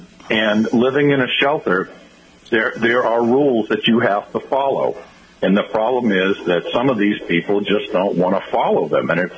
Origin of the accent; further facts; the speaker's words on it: Foxborough, Massachusetts, United States; moved away as an adult; I'm age 66. I grew up in Foxborough